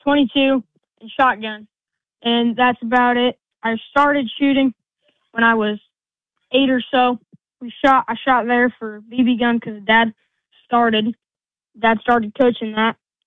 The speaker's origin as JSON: {"language": "English", "town": "Elwood", "region": "Nebraska", "country": "United States", "said": "I'm from Elwood, Nebraska. I'm 12 years old"}